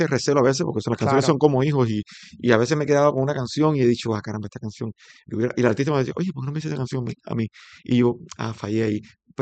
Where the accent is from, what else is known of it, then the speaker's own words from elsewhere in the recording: Cuba; now in Puerto Rico; Sin olvidar mis raíces y olvidar a mi Cuba.